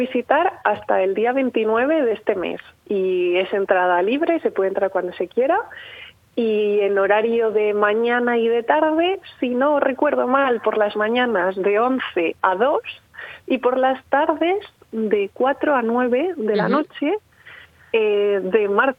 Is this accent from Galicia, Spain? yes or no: no; Medina del Campo, Castile and León, Spain; De Medina del Campo